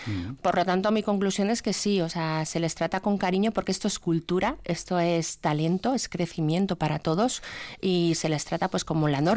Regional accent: Madrid, Community of Madrid, Spain; now in Basque Country, Spain; Yo soy de Madrid, yo aquí mucho tiempo

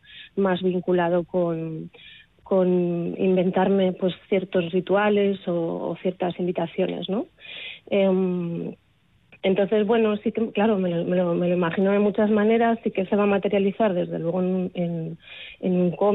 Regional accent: Cantabria, Spain; moved away as an adult; now in Galicia, Spain; Yo estaba viviendo fuera de España hace 3 años, soy cántabra y me vine a vivir a Galicia

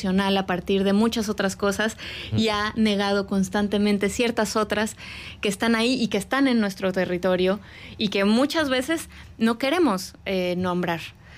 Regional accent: Mexico; nosotras como mexicanas trabajamos sobre México

